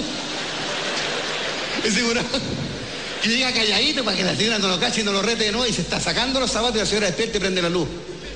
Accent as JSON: {"language": "Spanish", "country": "Chile", "said": "Así somos los chilenos."}